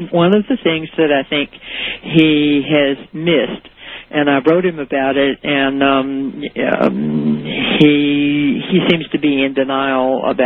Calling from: Montana, United States; from Montana.

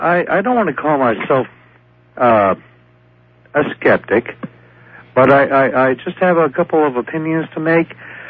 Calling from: Weaverville, California, United States

